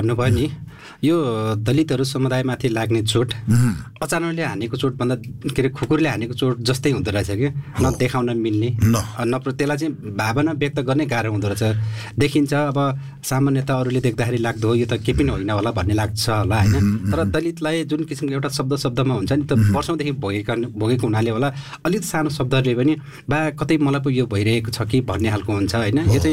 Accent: Dhankuta, Koshi Province, Nepal; जस्तो आजकै दिनसम्म कुरा गर्ने भने मेरो गाउँ धनकुटा हो, म गाउँमा बस्छु

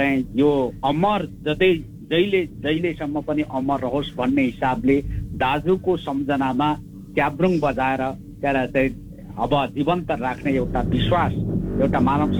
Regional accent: Koshi Province, Nepal; तेह्रथुम परेकोले तेह्रथुमवासी दाजुभाइ तथा दिदीबहिनीहरू म यो पूर्व क्षेत्रबाट बोलिराखेकोले गर्दाखेरि

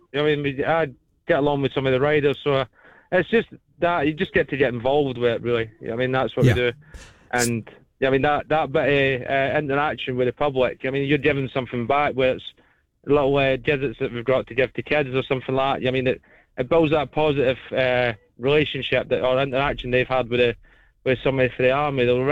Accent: Northern Ireland, United Kingdom; born there; Well, the good thing is I'm actually born from Northern Ireland, so there you go.

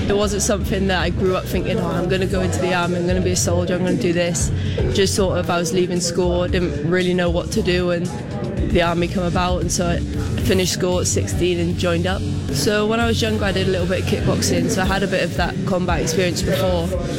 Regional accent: Northern Ireland, United Kingdom; born there; So grew up a bit all over the place. I was born out in Northern Ireland because my dad was serving.

